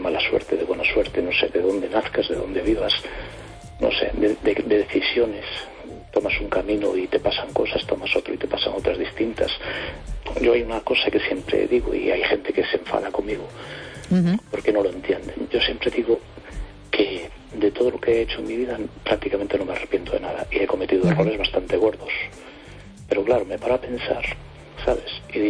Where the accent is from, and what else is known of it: A Coruña, Galicia, Spain